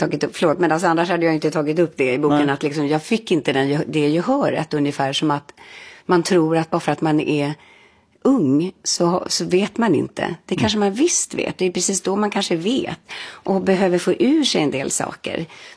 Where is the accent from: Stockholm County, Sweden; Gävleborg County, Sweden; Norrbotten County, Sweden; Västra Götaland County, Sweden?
Stockholm County, Sweden; Stockholm